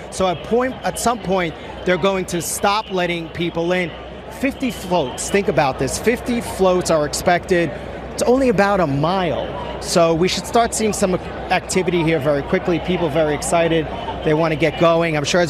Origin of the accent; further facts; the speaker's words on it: Brooklyn, New York, United States; Yeah, I grew up in Brooklyn, too.